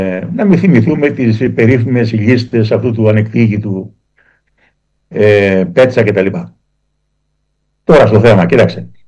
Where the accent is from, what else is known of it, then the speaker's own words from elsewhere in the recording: Kalamata, Peloponnese, Greece; έχω την τύχη, έτσι, γιατί τύχη λέει, είναι, να είμαι από την Καλαμάτα και να έχω εκεί σπίτι κτλ.